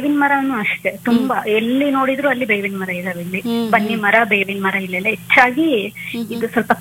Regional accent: Davanagere, Karnataka, India; born there

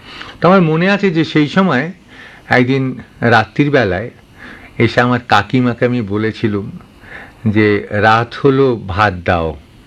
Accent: Faridpur, Dhaka Division, Bangladesh; ফরিদপুর জেলার এমন একটি গ্রাম যেখান থেকে সবচাইতে কাছের রেল স্টেশনটিও ছিল প্রায় 24 মাইল দূরে, এমন একটি গ্রামের ছেলে আমি।

